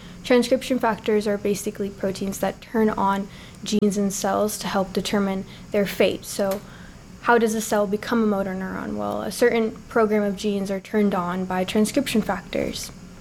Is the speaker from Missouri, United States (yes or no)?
no; San Diego, California, United States; moved away; I'm a neuroscience major and a rising senior. I'm from San Diego, California